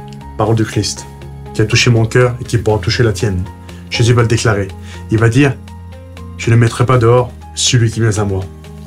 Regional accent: Algeria; parce que je suis algérien, donc j'étais musulman.

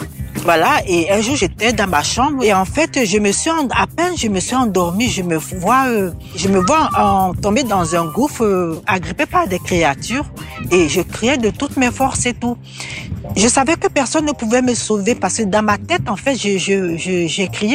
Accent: Côte d’Ivoire; now in France; je suis originaire de la Côte d'Ivoire. J'étais musulmane. Je viens d'une famille musulmane pratiquante. Et quand je suis venue en 90 en France

